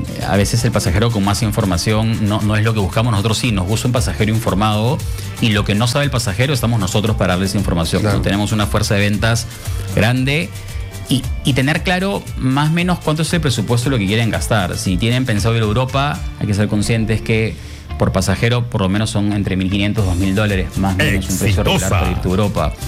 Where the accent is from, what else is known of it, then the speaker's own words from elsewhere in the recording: Peru; now in Lima, Peru; es algo que no existe en mi país